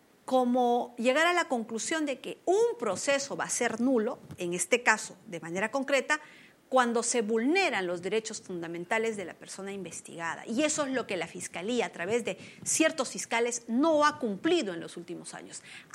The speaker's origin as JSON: {"language": "Spanish", "country": "Peru", "said": "como muchos peruanos, celebro que haya ganado Keiko Fujimori"}